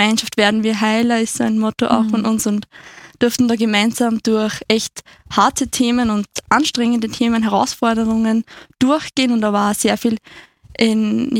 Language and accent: German; Oberndorf, Lower Austria, Austria; bin 21, komme aus Niederösterreich, aus, genau gesagt, aus Oberndorf.